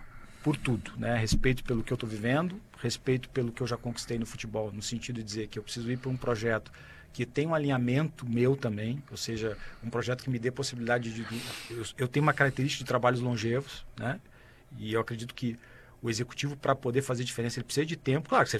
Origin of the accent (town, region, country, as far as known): Rio Grande do Sul, Brazil